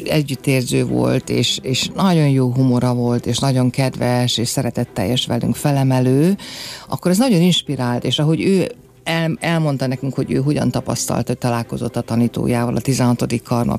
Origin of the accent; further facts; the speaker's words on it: Oradea, Bihor, Romania; now in Budapest, Hungary; én Erdélyből származott, nagyváradi lány vagyok